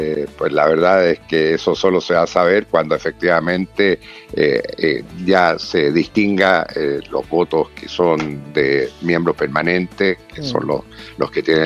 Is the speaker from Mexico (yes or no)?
no; Chile